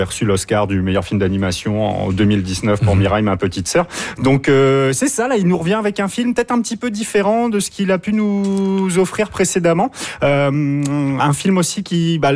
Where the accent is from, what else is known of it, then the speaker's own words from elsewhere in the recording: France; moved away; Alors, moi, je viens de France et puis je pense qu'on est dans la position où était, ça s'entend, hein, la position où était la France